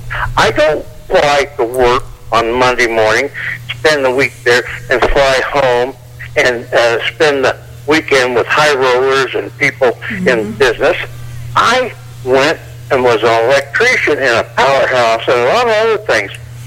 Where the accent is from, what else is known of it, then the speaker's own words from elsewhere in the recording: Ireland; as an Irishman, I was born with a liver and shit that works.